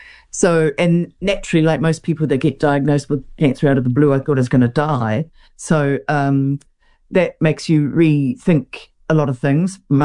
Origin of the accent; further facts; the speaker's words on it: Wellington, New Zealand; having a Kiwi childhood in the 60s and 70s in New Zealand, this feels like such a blessing now, because I think where I grew up in Wellington